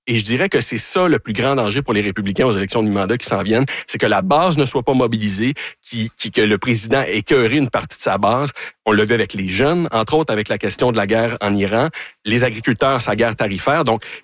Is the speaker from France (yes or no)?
no; Canada; Ben, c'est drôle, mais quand on dit qu'on est Canadien